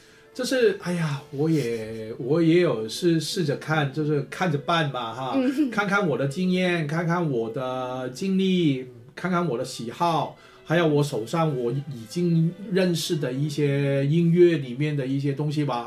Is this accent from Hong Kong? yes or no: yes; Hong Kong; 我们都是从香港来的啊。